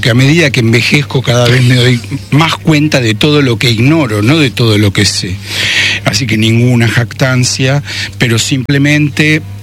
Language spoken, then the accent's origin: Spanish; Buenos Aires, Argentina; soy un muchacho de Palermo, que ya tiene 65 años